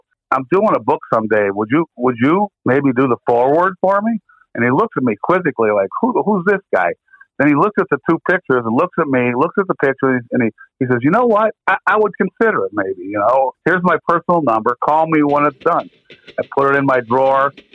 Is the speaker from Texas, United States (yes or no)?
no; Cleveland, Ohio, United States; And I just turned him and said, hey, man, I'm from Cleveland. Cleveland broke the … album, broke that tour.